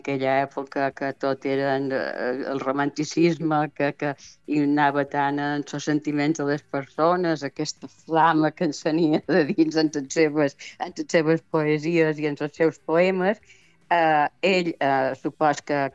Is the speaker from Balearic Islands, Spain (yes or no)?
yes; Balearic Islands, Spain; accent: Majorcan Catalan; nosaltres també dèiem que som mallorquins i parlem català de Mallorca